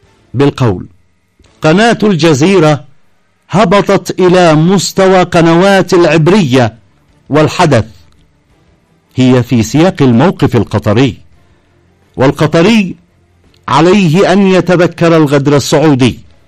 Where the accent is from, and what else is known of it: Yemen